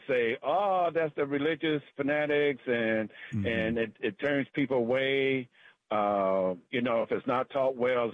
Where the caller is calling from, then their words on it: Brandywine, United States; I'm just calling from Brandywine.